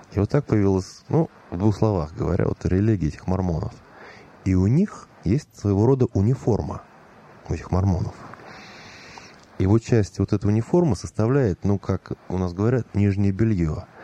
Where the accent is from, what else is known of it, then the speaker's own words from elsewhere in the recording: Moscow, Russia; Вот я рос в Москве, в Измайлово.